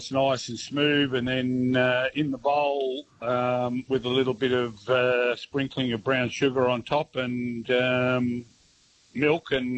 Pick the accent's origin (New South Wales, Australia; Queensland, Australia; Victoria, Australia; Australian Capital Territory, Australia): Australian Capital Territory, Australia; Canberra; I grew up in Canberra.